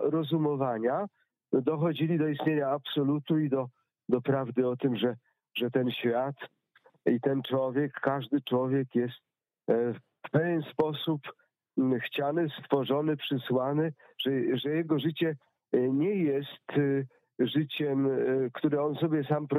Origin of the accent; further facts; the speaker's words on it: Pomeranian Voivodeship, Poland; chcę opowiedzieć anegdotkę z moich rodzinnych stron, mianowicie Kaszuby, Bieśkowej, Herowa